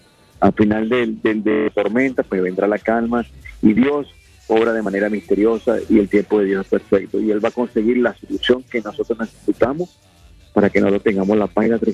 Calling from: Utah, United States

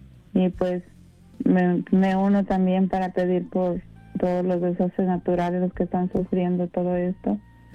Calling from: Rialto, California, United States; de aquí de Rialto.

